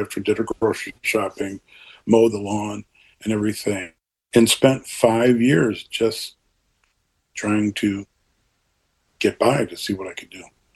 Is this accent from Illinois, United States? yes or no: yes; Loves Park, Illinois, United States; I went to my hometown of Loves Park